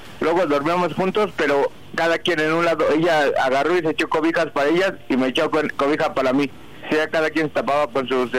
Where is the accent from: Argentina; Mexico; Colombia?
Mexico; Mexico City; Sí, mira, tengo 43 años y soy de la ciudad de México, alcaldía Miguel Hidalgo.